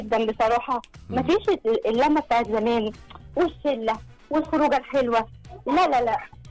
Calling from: Alexandria, Alexandria Governorate, Egypt; وتحيه من اسكندريه.

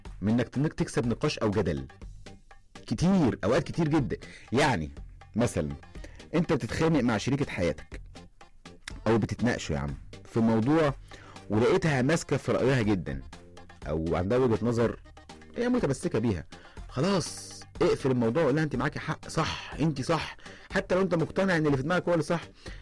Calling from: Alexandria, Alexandria Governorate, Egypt; من اسكندريه

